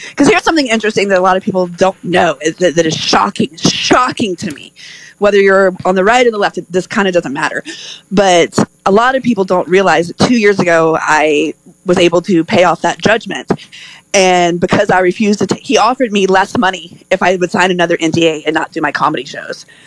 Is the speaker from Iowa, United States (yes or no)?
no; Louisiana, United States; Okay, I am swamp trash from Louisiana.